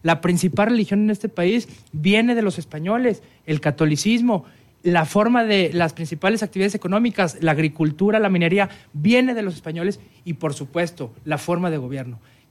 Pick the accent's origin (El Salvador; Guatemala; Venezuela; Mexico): Mexico